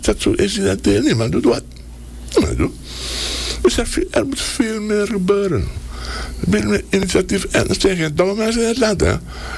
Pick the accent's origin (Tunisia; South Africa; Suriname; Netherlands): Suriname